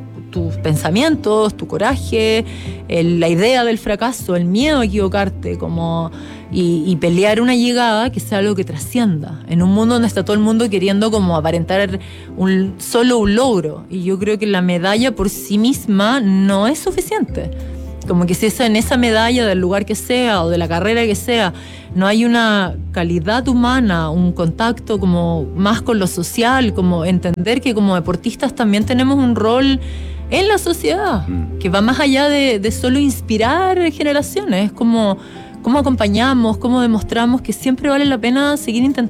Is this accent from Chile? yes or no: yes; Chile; Es que yo creo que como chilenos tenemos una relación con Antártica